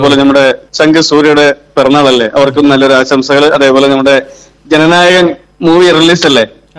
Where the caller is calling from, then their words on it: Malappuram, Kerala, India; Malappuram.